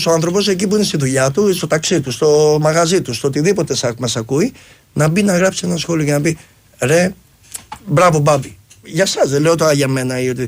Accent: Amaliada, Western Greece, Greece; Από την Αμαλιάδα. Βασικά με την Κυλλίνη. Ψαροχώρη της Κυλλίνης.

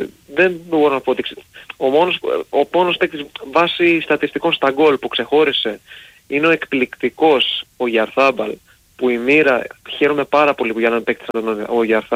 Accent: Chania, Crete, Greece; now in Thessaloniki, Greece; Είμαι κανονικά καλό τις περισσότερες φορές στη Θεσσαλονίκη, αλλά τώρα είμαι Χανιά στην πατρίδα

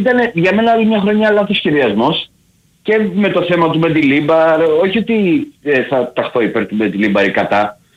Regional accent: Athens, Attica, Greece; Εγώ έχω την ατυχία να είμαι Αθηναίος Γκάγκαρος, πάπου προς πάπου.

